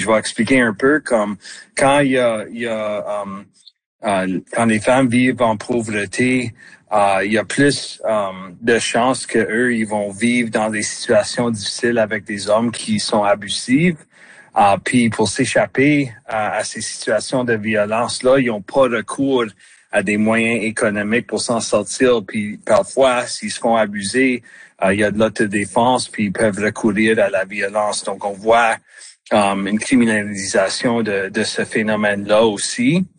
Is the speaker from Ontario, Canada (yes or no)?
yes; Ontario, Canada; moi je viens de l'Ontario